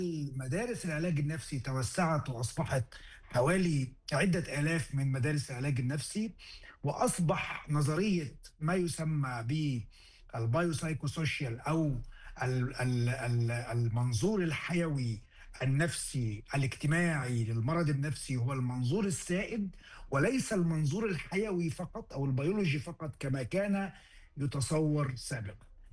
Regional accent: Egypt

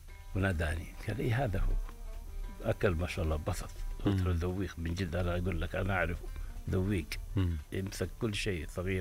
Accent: Hejaz, Saudi Arabia; احنا عندنا في الحجاز

